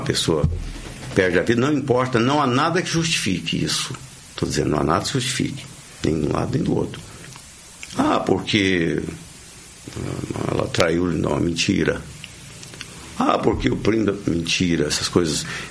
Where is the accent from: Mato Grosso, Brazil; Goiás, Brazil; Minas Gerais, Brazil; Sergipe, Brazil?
Goiás, Brazil; Santa Helena de Goiás; born there; moved away; eu sou lá de Santa Helena de Goiás, né? E da cidade era tão pequena